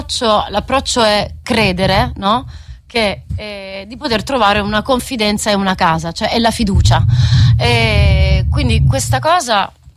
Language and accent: Italian; Apulia, Italy; Sì, io sono salentina.